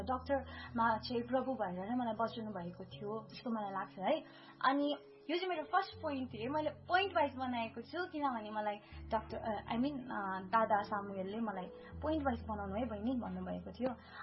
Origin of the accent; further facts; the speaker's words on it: Ravangla, Sikkim, India; born there; मेरो I was born on 18 September 2000 सालमा राबोङला हस्पिटलमा म जन्मेको.